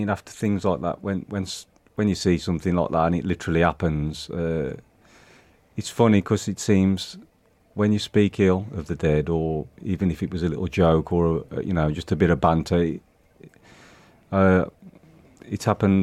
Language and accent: English; Tipton, West Midlands, United Kingdom; born there; also born or lived in Warsaw / Dudley Port / Great Bridge / Lye